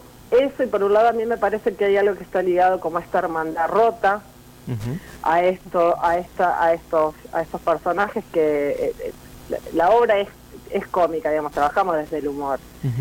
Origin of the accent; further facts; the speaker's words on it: Argentina; somos todos argentinos